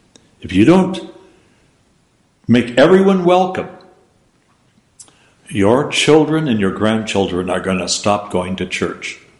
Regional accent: Scotland, United Kingdom; I'm a Scotsman, for gosh sakes. I am Orthodox, and I'm Russian Orthodox.

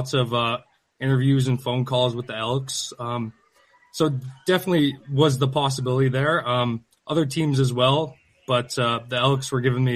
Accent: Grande Prairie, Alberta, Canada; I'm originally from Grand Prairie.

